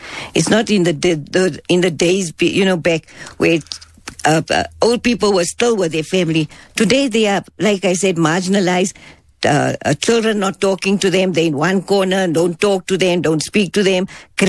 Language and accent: English; Johannesburg, Gauteng, South Africa; I grew up in Frida or Fitas, we were people all from that area.